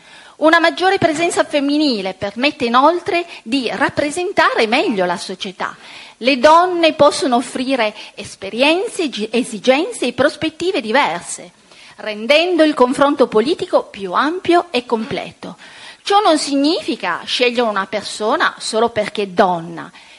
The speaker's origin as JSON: {"language": "Italian", "region": "Sardinia", "country": "Italy", "said": "Vengo dalla Sardegna"}